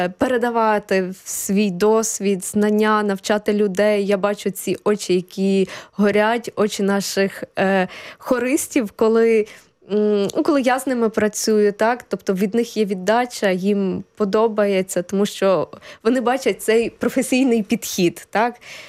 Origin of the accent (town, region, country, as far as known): Ternopil Oblast, Ukraine; born or raised there; also born or lived in Kyiv